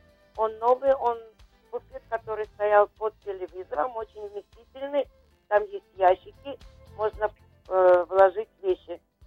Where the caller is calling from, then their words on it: Rishon LeZion, Central District, Israel; я из Ришон-ле-Циона.